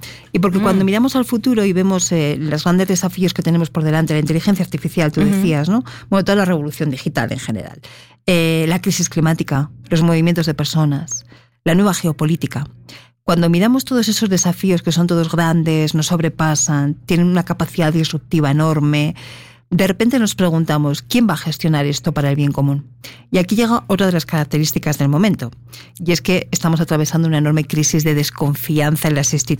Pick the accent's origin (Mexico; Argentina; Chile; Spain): Spain; moved away; En mi país, por ejemplo, yo vengo de España